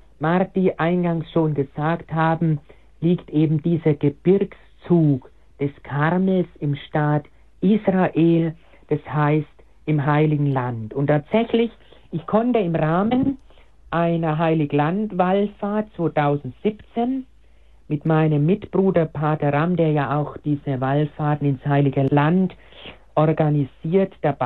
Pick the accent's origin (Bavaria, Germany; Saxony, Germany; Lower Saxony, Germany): Bavaria, Germany; born there; Aber auch weiß ich in meiner Heimat, in meiner bayerischen Heimat, in Oberfranken, wo ich eben gebürtig herkomme